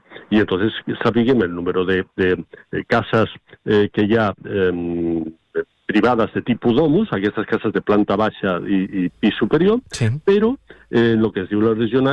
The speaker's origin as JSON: {"language": "Catalan", "town": "Tarragona", "region": "Catalonia", "country": "Spain", "tie": "born or raised there"}